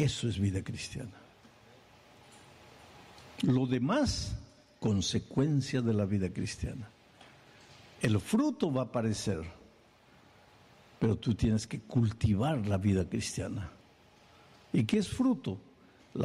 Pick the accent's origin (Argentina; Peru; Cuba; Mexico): Peru; now in United States; yo soy peruano.